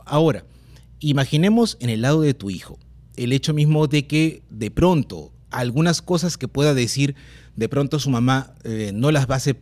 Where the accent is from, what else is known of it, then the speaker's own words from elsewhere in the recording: Callao, Peru; yo soy chalaco también